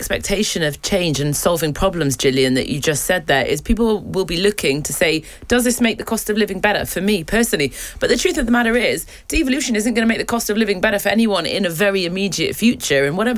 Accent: Newcastle upon Tyne, North East England, United Kingdom; since I was a kid growing up in Newcastle

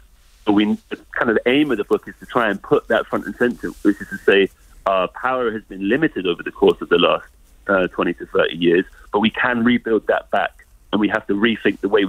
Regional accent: London, United Kingdom; now in Stoke-on-Trent, United Kingdom; the working classes in places like where I live today, Stoke-on-Trent, do not have anything in common with the working classes in places like where I grew up in London.

